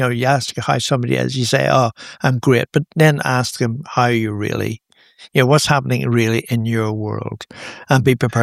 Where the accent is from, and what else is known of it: Australia